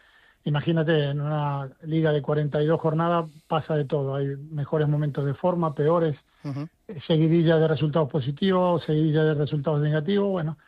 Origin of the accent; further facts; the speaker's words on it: Argentina; Como argentino te hablo.